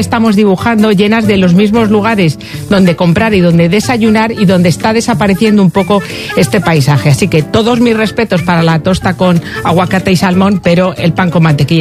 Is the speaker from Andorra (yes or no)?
yes; Andorra; Yo no tengo puntos porque soy de Andorra, allí no hay puntos.